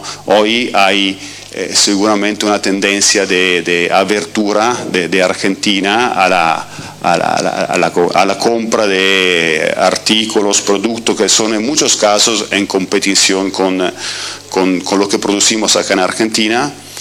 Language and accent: Spanish; Italy; Spanish is a second language; Yo llego de Italia, soy italiano, y veo como no existe que sea una industria que promueva este discurso.